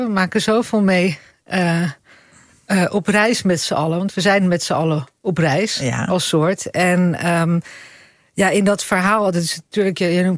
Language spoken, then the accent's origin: Dutch; Italy; now in Netherlands; Maar ik ben half Italiaans en ik ben deels daar opgegroeid. En als je in Italië opgroeit, dan verwijs je, dat zit gewoon bij iedereen erin